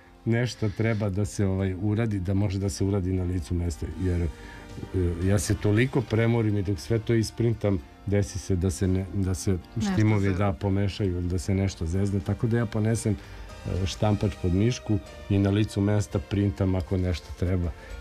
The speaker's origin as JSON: {"language": "Serbian", "town": "Sremska Mitrovica", "region": "Vojvodina", "country": "Serbia", "tie": "born or raised there", "said": "u Sremskoj Mitrovici, u mom gradu odakle sam ja."}